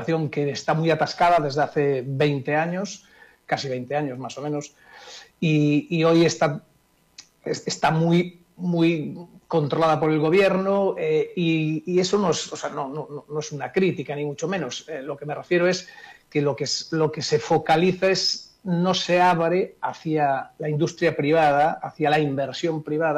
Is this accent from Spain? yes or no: yes; Spain; moved away as an adult; also born or lived in Venezuela / Colombia; Yo soy español